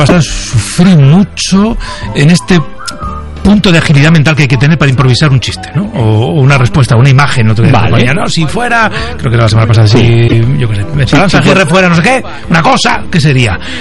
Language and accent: Spanish; Navarre, Spain; Ten cuidado, que somos dos navarros en esta sala ahora mismo.